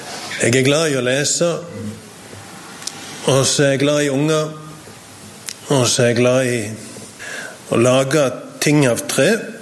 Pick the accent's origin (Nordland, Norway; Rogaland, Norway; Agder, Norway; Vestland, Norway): Rogaland, Norway; Sokndal; moved away as an adult; also born or lived in Indonesia; now in Stavanger, Norway; Så kommer jeg opprinnelig fra Sokndal.